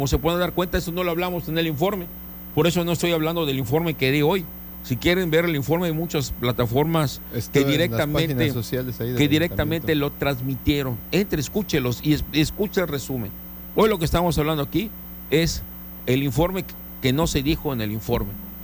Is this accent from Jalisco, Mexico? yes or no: no; Cozumel, Quintana Roo, Mexico; mi pueblo, la tierra que me vio nacer, crecer y desarrollarme. Mis decisiones son para beneficiar siempre a Cozumel.